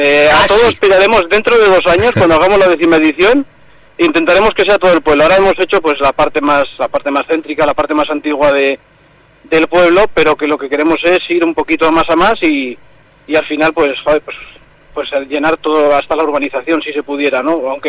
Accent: El Rasillo de Cameros, La Rioja, Spain; los que somos de aquí del Rasillo

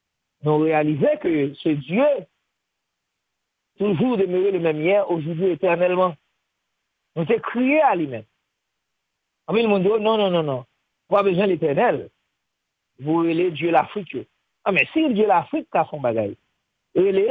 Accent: Port-au-Prince, Ouest, Haiti; on a grandi dans Port-au-Prince, les années 80, 81, peut-être, 82.

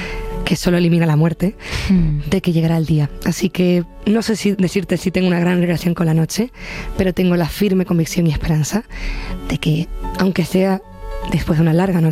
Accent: Los Llanos de Aridane, Canary Islands, Spain; que toqué en la plaza de los Llanos de Aridane, en mi pueblo, frente a mi pueblo gratuitamente y sobre todo frente a mi abuela.

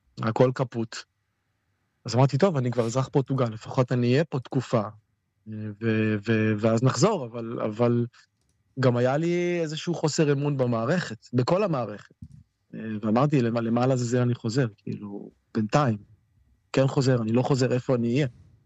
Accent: Kiryat Shmona, Northern District, Israel; moved away as an adult; now in Faro, Portugal; אני הייתי תושב קריית שמונה.

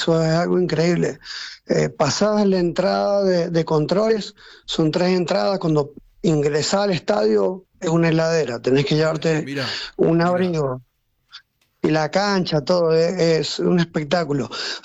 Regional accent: Mendoza, Argentina

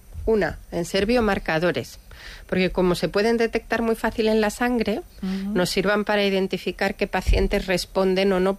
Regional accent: Madrid, Community of Madrid, Spain; moved away as an adult; now in San Sebastián, Spain; yo soy madrileña, pero ahora ya donostiarra.

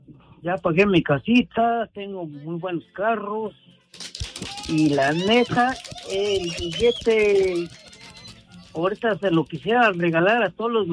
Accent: Tres Palos, Guerrero, Mexico; yo soy de Tres Palos

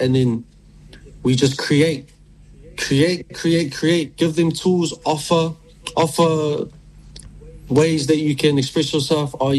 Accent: Grey Lynn, Auckland, New Zealand; born and raised in Grey Lynn. In my Nuean household, with my nana, my pop, my uncle, my other uncle, my mom, my dad, my cousin, my other cousin, the dog

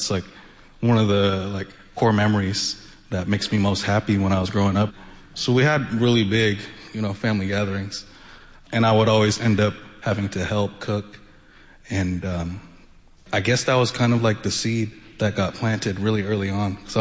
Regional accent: Renton, Washington, United States; It's funny, it's like, I grew up in Renton, and high school over there, right, and Indians, it's like, you know.

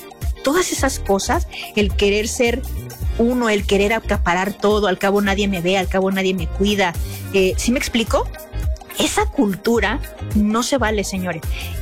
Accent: Mexico; nuestro México lindo y querido

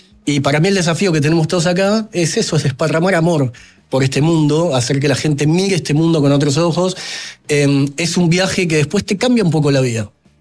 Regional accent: Argentina; donde junto con un colega, yo soy de Argentina, un colega de Uruguay y uno de Chile, contamos nuestra experiencia tratando de entrar a esta industria

